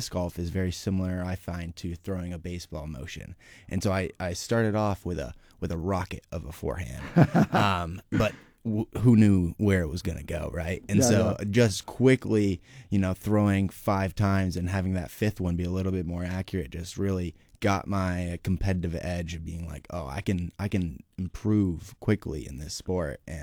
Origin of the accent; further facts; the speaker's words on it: Jeffersonville, Vermont, United States; Yeah, so I'm born and raised in Jeffersonville, Vermont, local.